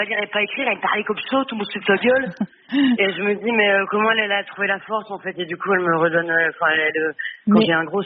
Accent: Hauts-de-France, France; accent: Nord; Je le fais avec l'accent, parce que moi, je suis du Nord.

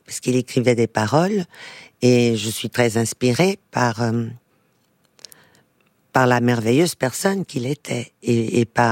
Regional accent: Portugal; born there; first language Portuguese; French is a second language; moved away; also born or lived in Belgium / France; je suis née au Portugal.

